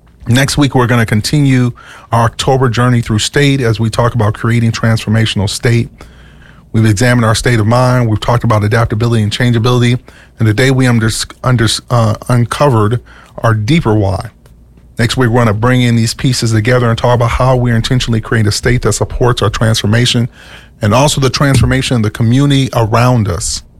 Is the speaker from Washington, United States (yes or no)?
no; Minnesota, United States; also born or lived in the South (US); I grew up here